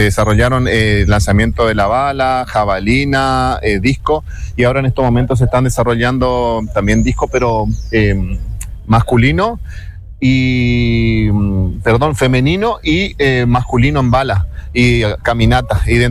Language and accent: Spanish; San Martín, Argentina; Somos de San Martín